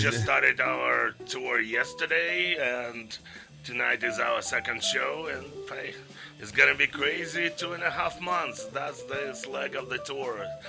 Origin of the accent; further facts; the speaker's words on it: Ukraine; moved away; But I'm not from Siberia, but I'm from Ukraine